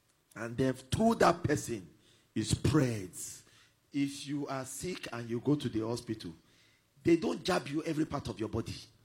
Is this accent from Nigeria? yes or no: yes; Ibadan, Oyo, Nigeria; born or raised there